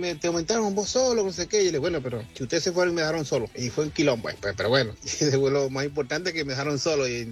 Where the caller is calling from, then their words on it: Venezuela; de Venezuela.